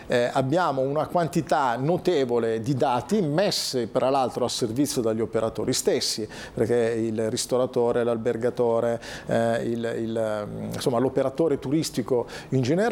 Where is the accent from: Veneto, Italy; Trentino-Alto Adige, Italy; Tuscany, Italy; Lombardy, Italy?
Lombardy, Italy; Como